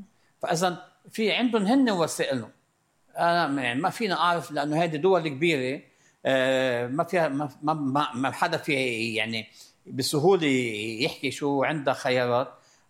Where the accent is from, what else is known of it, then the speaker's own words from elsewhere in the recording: Lebanon; أنا كمواطن لبناني كصحافي